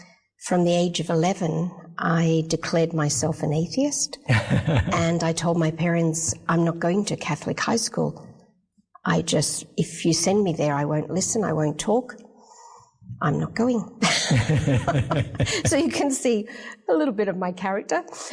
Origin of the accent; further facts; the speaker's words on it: Sydney, New South Wales, Australia; born there; I was born in Sydney, in Australia. And my parents were Catholic, and so I was in a Catholic primary school.